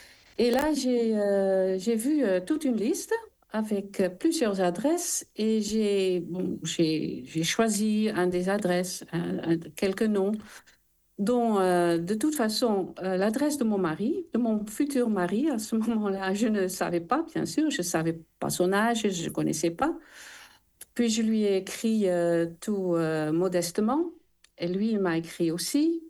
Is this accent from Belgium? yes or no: no; Netherlands; accent: Dutch; French is a second language; Oui, oui, je suis néerlandaise. Donc, vous l'entendrez bien par mon accent et par des fautes de français, des fois, je pense.